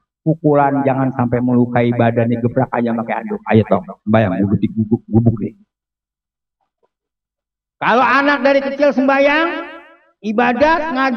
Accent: Jakarta, Indonesia; Memang kita orang Betawi mayoritas

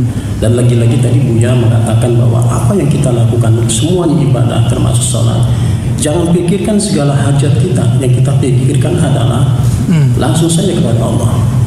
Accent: Ciledug, Banten, Indonesia; Saya dari Ciledug, Komplek Paninggilan Permai.

